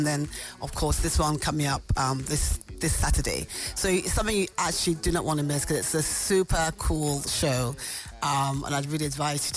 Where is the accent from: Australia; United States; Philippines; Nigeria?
Nigeria; being Nigerian is what makes us, behave the way that we behave